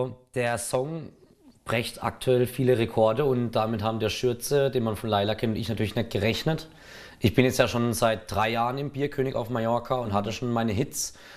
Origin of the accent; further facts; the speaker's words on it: Karlsruhe, Baden-Württemberg, Germany; als Karlsruher und eigentlich Ingenieurstudent